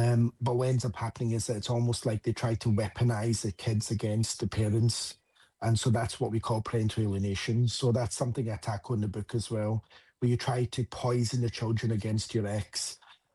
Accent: Scotland, United Kingdom; accent: Scottish; moved away as an adult; now in United States; because obviously I'm born and raised in the UK, as you can tell, I've got a Scottish accent, I'm actually from Scotland. But then now, almost being in the US for 10 years

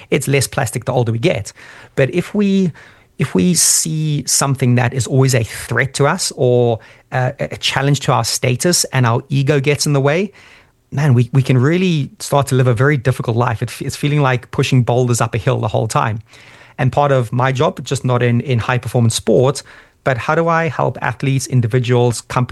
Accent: Zimbabwe; born or raised there

